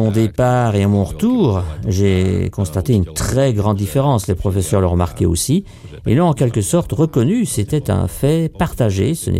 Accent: Bratislava, Bratislava Region, Slovakia; je suis né à Bratislava, j'y ai vécu quasiment toute ma petite enfance.

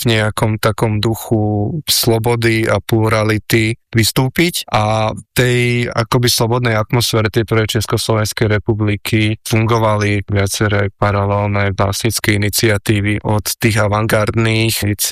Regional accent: Šurany, Nitra Region, Slovakia; Prvýkrát som sa s jeho dielom stretol ešte ako gymnazista, keď som v mojom rodnom meste v Šuranoch navštevoval tane vysveteného kňaza Vendelina Lacu

